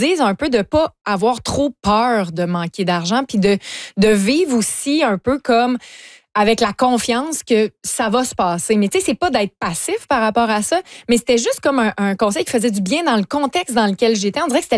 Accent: Lévis, Quebec, Canada; Ben, moi, je viens de Lévis.

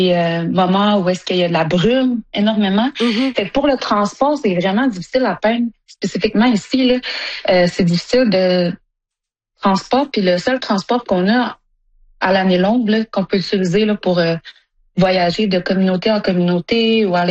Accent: Sept-Îles, Quebec, Canada; moved away as an adult; Ben moi j'ai grandi à Sept-Îles parce que j'étais avec mon père. Puis ma mère, elle a vécu de Iqaluit. Puis j'ai déménagé là quand j'avais 19 ans.

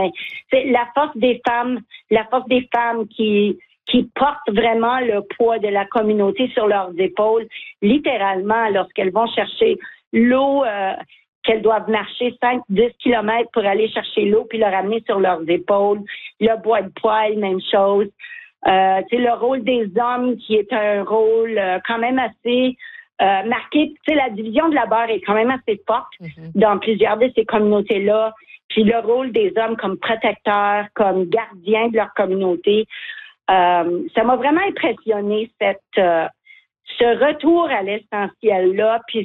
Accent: Mattawa, Ontario, Canada; parce que moi, je viens de Matawa, ça fait que c'était vraiment, vraiment intéressant pour moi de faire un retour à mes racines

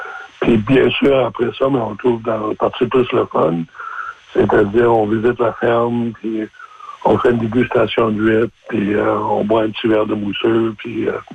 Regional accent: New Brunswick, Canada; also born or lived in Gaspésie, Quebec; now in Anticosti Island, Canada; je suis un immigrant au Québec. Je viens du Nouveau-Brunswick à l'origine, puis j'ai passé énormément de temps en Gaspésie avant de venir à Nicostie. Quand j'ai découvert Nicostie, je m'ai senti vraiment habité par l'île, puis je suis ici en permanence depuis l'an 2000.

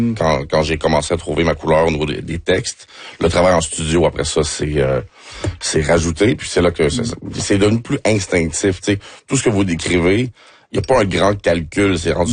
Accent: Montreal-Nord, Quebec, Canada; born there; Mais je suis né à Montréal-Nord, par exemple.

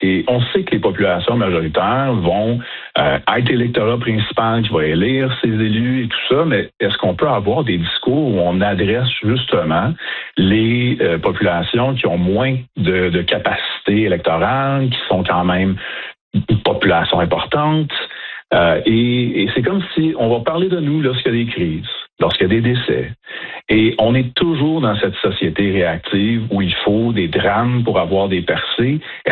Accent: Kanesatake, Quebec, Canada; pouvoir me présenter comme Première Nation plus jeune avec tout le passé de ma communauté, puisque je viens de Ganesetagé.

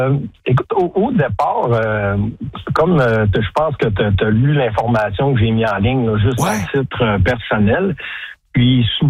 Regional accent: Quebec, Canada; on est ici, on est Québécois

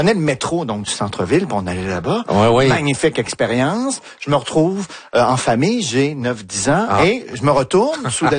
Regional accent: Quebec City, Quebec, Canada; Ah, oui, parce que on garde le meilleur pour la fin. Moi, je viens de Québec, en fait.

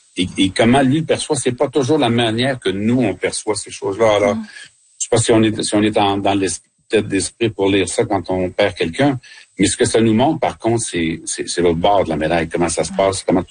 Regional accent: Quebec, Canada; c'est pas le système qu'on a chez nous au Québec, ça c'est clair.

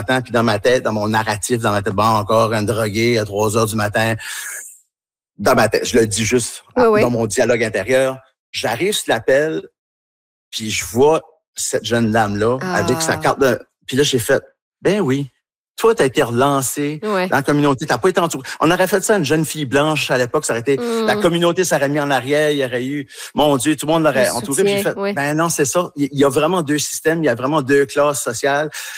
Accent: New Brunswick, Canada; Puis moi aussi, en tant qu'Acadien, fier Acadien, j'ai même été vice-président de la Société de l'Acadie du Nouveau-Brunswick.

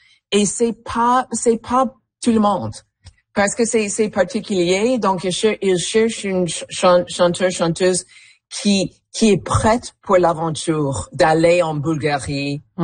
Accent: Canada; French is a second language

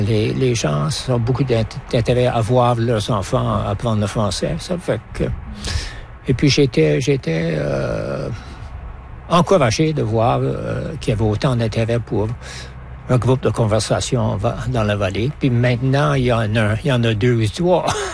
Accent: Mariapolis, Manitoba, Canada; C'était Mariapolis au Manitoba. C'est dans la région de la montagne, au sud-ouest de Winnipeg.

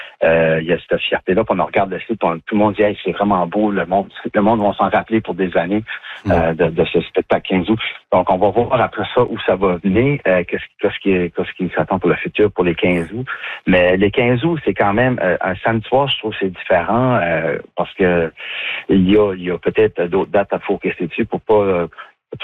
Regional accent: Acadia, Canada; on est acadien ici, on est francophone.

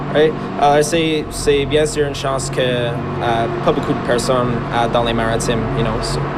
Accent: Truro, Nova Scotia, Canada; j'ai 15 ans et je viens de Truro dans la Nouvelle-Écosse.

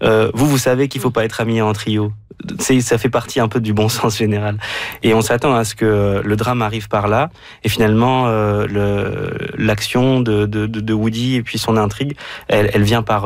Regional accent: Nancy, Grand Est, France; J'ai grandi à Nancy.

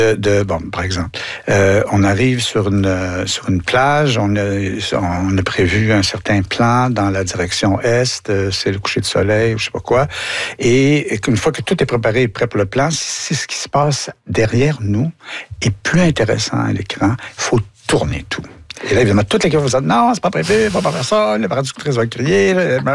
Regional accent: Quebec, Canada; en tant que Québécois

